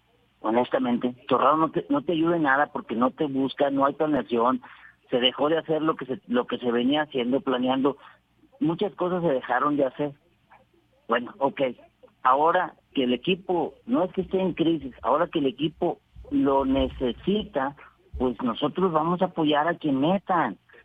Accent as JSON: {"language": "Spanish", "town": "Monterrey", "region": "Nuevo León", "country": "Mexico", "said": "yo soy de Monterrey, ¿va?"}